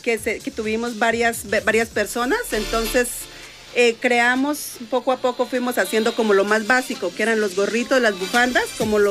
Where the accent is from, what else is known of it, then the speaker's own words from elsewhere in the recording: Firavitoba, Boyacá, Colombia; vengo de Firavitoa, Boyacá